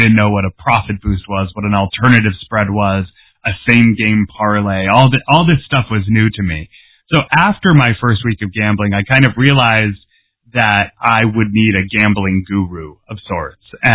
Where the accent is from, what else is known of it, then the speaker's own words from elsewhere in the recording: Massachusetts, United States; I grew up in Massachusetts, so I've been New England sports fan, the Celtics and Patriots.